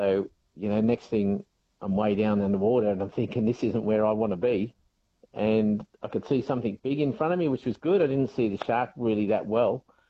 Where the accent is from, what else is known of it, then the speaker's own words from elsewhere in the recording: Australia; as most Aussie men, we all like to self-medicate with a few beers